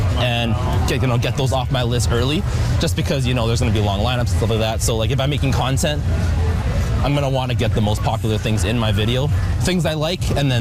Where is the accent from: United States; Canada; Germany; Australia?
Canada; Edmonton, Alberta; also born or lived in Singapore; So Southeast Asian. Born in Singapore, but I moved here when I was young, so basically I grew up here.